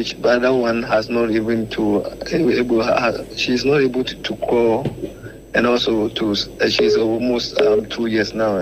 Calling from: Kote, Ghana; I'm calling from Kote.

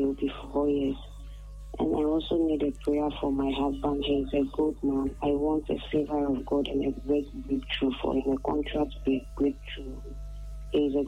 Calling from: Mataheko, Greater Accra, Ghana; I'm calling from Mateiko.

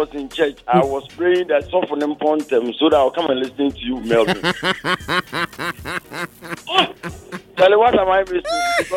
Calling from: Kumasi, Ashanti, Ghana; From Kumasi.

